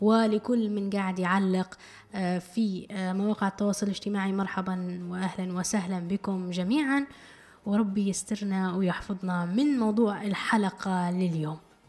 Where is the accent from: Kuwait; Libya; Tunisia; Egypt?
Libya; accent: Libyan; يعني نقول إحنا بلهجتنا الليبية